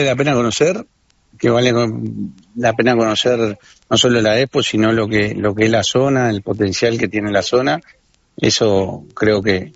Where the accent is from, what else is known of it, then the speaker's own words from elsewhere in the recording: Uruguay; lo que podemos hacer como uruguayo